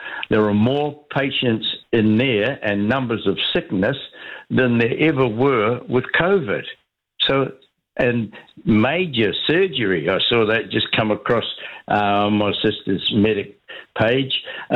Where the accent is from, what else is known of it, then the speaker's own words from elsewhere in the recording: Ireland; I know, Jim, I'm Irish, but I tell you, it took me a while to understand that.